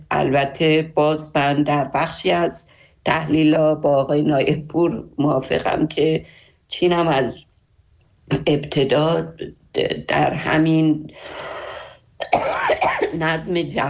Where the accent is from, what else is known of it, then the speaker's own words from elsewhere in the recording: Iran; من هم به عنوان یک ایرانی